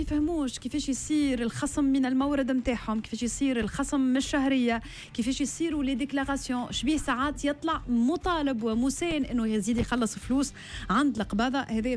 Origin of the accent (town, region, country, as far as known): Tunisia